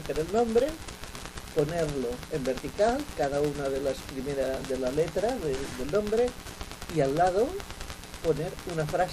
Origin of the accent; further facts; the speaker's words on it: Catalonia, Spain; first language Catalan; Spanish is a second language; yo mi lengua materna es catalán, porque estoy en Cataluña